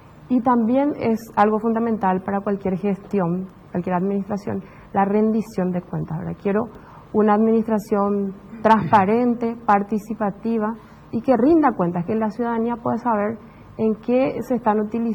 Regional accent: Boquerón, Paraguay; paraguaya, chaqueña. Crecí recorriendo los caminos de Boquerón junto con mi familia

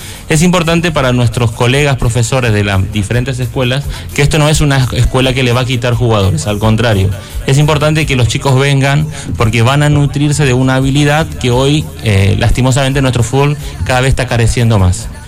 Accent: Paraguay; moved away as an adult; also born or lived in Argentina; yo hice la carrera de entrenador en Argentina. Soy paraguayo, me fui hace 20 años en Argentina. Profesionalmente me formé ahí.

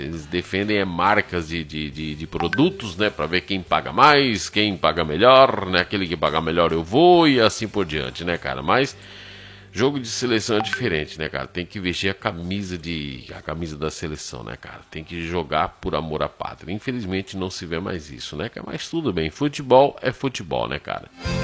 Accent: Brazil; Como brasileiro, vamos criticar a seleção brasileira

